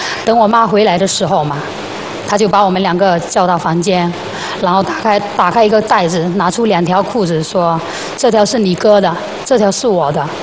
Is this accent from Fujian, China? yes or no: yes; Fujian, China; 我们是来自福建的，